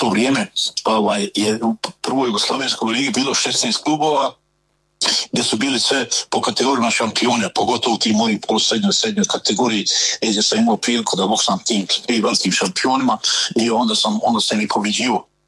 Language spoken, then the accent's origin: Bosnian; Zenica, Zenica-Doboj Canton, Bosnia & Herzegovina; kad sam bio ja ovako mlađi, bio sam nestrašan znate, odrastao sam u Zenci